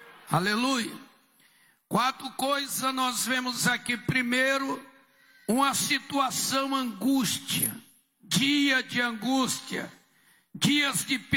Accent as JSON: {"language": "Portuguese", "town": "Nova Iguaçu", "region": "Rio de Janeiro", "country": "Brazil", "tie": "born or raised there", "said": "Eu sou natural do Rio de Janeiro, nasci na Baixada Fluminense, Nova Iguaçu. Sou de uma família de nordestino, meu pai e minha mãe são do Rio Grande do Norte. Casaram e mudaram para o Rio e ali eu nasci."}